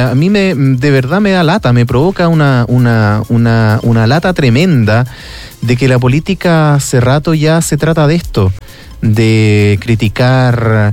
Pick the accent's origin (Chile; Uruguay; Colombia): Chile; uno como chileno, como ciudadano común y corriente